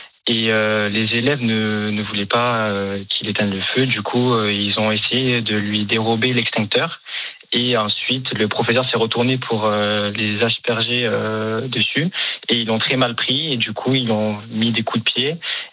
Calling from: Toulouse, Occitanie, France; Ça a été vraiment chez moi à Toulouse.

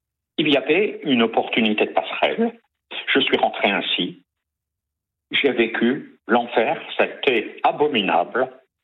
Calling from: Île-de-France, France; j'ai 63 ans et je suis en Île-de-France.

